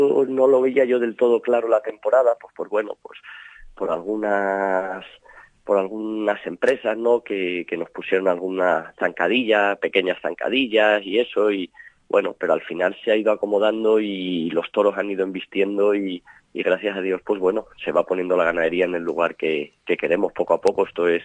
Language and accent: Spanish; Salamanca, Castile and León, Spain; para los que somos salmantinos